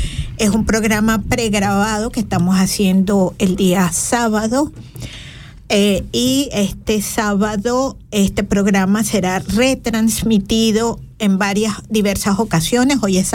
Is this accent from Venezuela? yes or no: yes; Venezuela; moved away; De quienes estamos aquí en la emisora, dos somos venezolanas por todos los lados, y una es venezolana